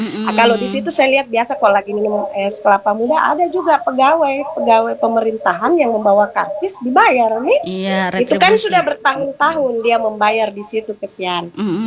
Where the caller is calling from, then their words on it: Makassar, South Sulawesi, Indonesia; kita orang Makassar